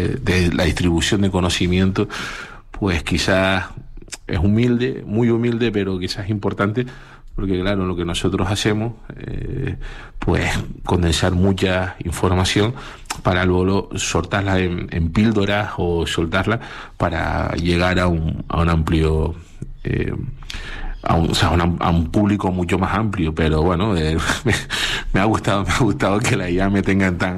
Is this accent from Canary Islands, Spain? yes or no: yes; Canary Islands, Spain; nosotros somos la tierra de las Hespérides, las tierras de Occidente